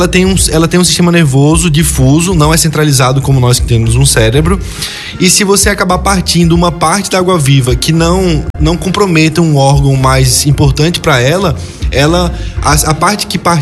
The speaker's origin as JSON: {"language": "Portuguese", "town": "João Pessoa", "region": "Paraíba", "country": "Brazil", "tie": "born or raised there", "also_born_or_lived": "Petrópolis, Rio de Janeiro", "moved": "as an adult", "lives_now": "Rio Grande, Brazil", "said": "Eu sou originalmente da Paraíba. Na verdade, minha família é do Rio de Janeiro, né? De Petrópolis, mas eu fui muito pequeno, desde os 1 ano de idade, a gente foi morar em João Pessoa, na Paraíba."}